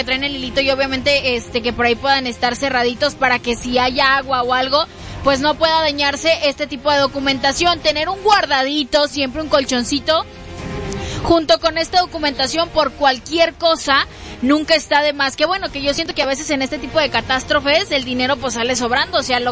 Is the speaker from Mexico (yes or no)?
yes; Mexico; yo sí siento que como mexicanos